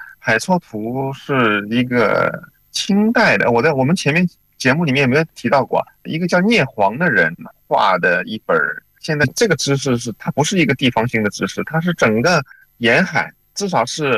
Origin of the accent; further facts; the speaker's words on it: Shaoxing, Zhejiang, China; now in Guangdong, China; 或者是我们绍兴人叫师爷